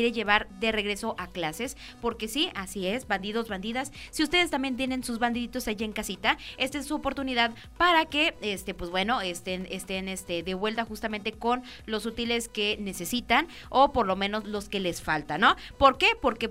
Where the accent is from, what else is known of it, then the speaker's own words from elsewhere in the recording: Mexico; Que yo sé que somos buenos mexicanos y a veces dejamos todo para el final.